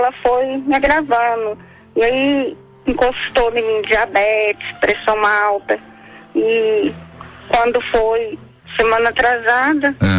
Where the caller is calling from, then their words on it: Goiânia, Goiás, Brazil; Falo de Goiânia